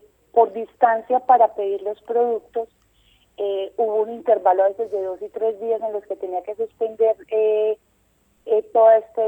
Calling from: Aguadas, Caldas, Colombia; Yo vivo en Aguadas Caldas.

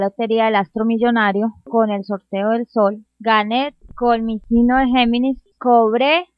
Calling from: Sabanalarga, Antioquia, Colombia; De Sabana Larga, Antioquia.

